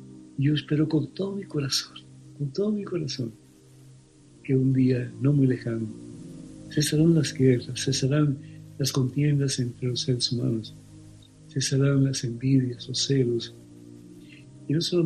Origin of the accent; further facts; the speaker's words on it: Cuba; Yo te pido, Madre Santísima, que nos ayudes en este tiempo difícil de nuestra vida, como cubanos y como latinoamericanos.